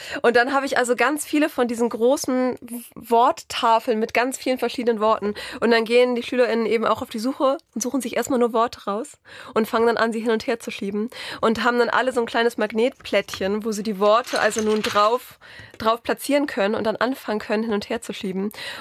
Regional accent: Northern Germany, Germany; Natürlich, ich komme aus dem Norden

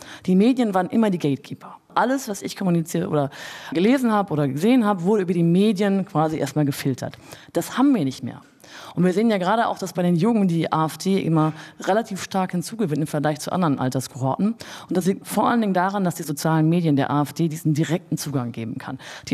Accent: East Germany, Germany; Also wir sehen hier eine massive Fehlwahrnehmung dessen, wie meine Gruppe als Ostdeutsche sich als benachteiligt fühlt.

